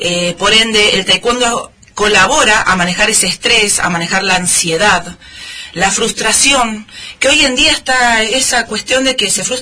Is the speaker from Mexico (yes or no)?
no; Buenos Aires, Argentina; moved away as an adult; now in San Rafael, Argentina; Soy de Buenos Aires, entrené toda mi vida en Capital Federal.